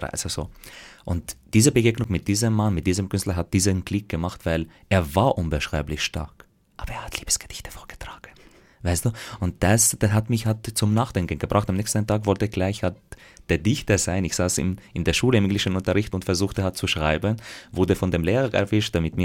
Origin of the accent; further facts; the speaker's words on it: Damascus, Damascus Governorate, Syria; also born or lived in Graz / Vienna; now in Austria; Ja, ich lebe in Österreich, das bezeichne ich auch als meine Heimat, aber ich bin halt in Syrien, in Damaskus geboren und aufgewachsen.